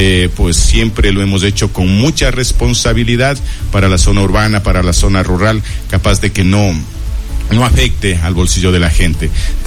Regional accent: Quiroga, Imbabura, Ecuador; Cuando me preguntaban de dónde eres, decía de Quiroga, y ¿dónde es eso? Entonces tenía en la mente que tengo que posicionar a mi parroquia.

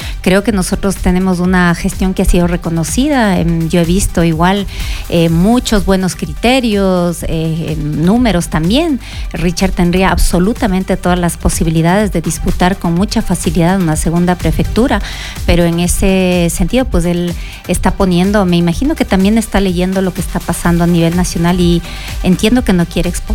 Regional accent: Imbabura, Ecuador; yo estoy como política y como imbabureña ecuatoriana muy, muy preocupada.

